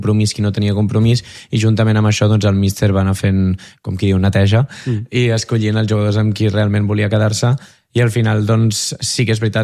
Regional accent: Calella, Catalonia, Spain; Jo sóc de Calella, aquí també al Maresme

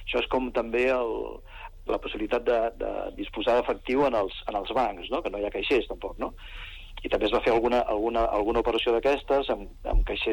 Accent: Barberà de la Conca, Catalonia, Spain; jo vinc de Barberà de la Conca, que és un municipi que té 426 habitants. És a dir, conec una mica la situació. I abans era poble pagès, tothom vivia i treballava allí.

